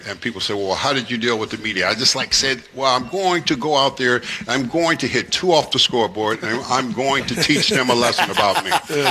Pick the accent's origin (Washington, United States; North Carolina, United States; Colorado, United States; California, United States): California, United States; Los Angeles; I'm from South Central LA, man. I got a different type of personality.